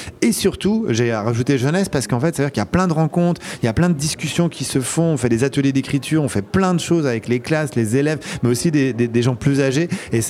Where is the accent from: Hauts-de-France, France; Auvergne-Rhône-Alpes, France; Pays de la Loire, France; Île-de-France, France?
Pays de la Loire, France; moi je viens du Maine-et-Loire